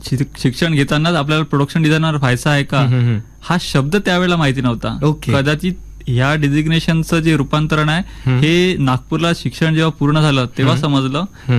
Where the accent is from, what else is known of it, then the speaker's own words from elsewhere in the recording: Yavatmal, Maharashtra, India; moved away; also born or lived in Nagpur / Mumbai; मूळ माझं गाव यवतमाळचं